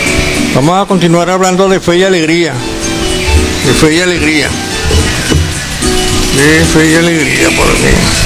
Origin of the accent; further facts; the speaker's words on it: Venezuela; estamos en el llano y somos venezolanos